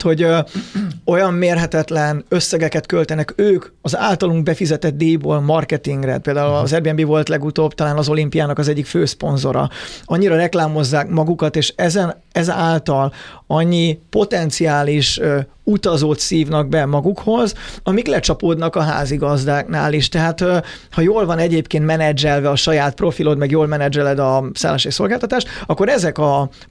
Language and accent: Hungarian; Hungary; Magyarként kezdjük a rossz.